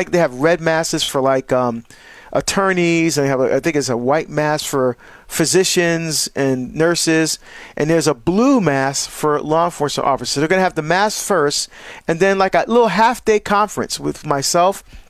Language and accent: English; New Jersey, United States; looking forward to being back in my home state, you know, back in Jersey again.